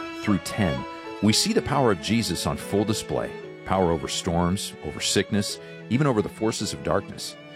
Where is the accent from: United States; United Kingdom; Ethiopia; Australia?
United Kingdom; England; I am English.